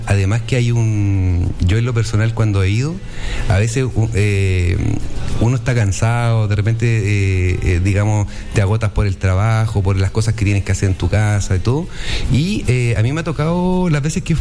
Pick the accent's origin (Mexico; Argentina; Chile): Chile; pese a que somos chilenos y vamos a nuestra propia isla.